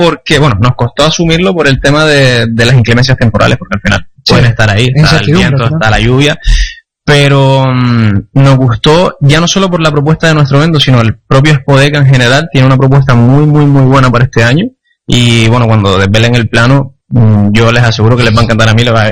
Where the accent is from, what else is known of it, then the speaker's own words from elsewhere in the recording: Canary Islands, Spain; me incluyo como canario